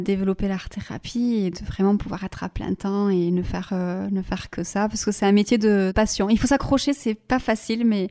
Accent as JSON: {"language": "French", "town": "Bayonne", "region": "Nouvelle-Aquitaine", "country": "France", "tie": "born or raised there", "also_born_or_lived": "Anglet", "first_language": "Basque and French", "said": "il est Euskaldun Berri, et ma mère est d'à côté de Saint-Jean-Pied-de-Port. Et après, moi j'ai grandi sur la côte, à Bayonne et Anglette, et après j'ai été à Likastola aussi. Voilà. Par contre, je ne parle plus le basque de ma mère, qui est le manège"}